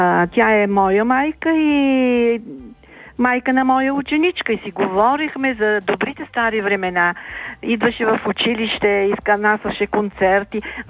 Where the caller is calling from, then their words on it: Sofia, Sofia City, Bulgaria; съм от София.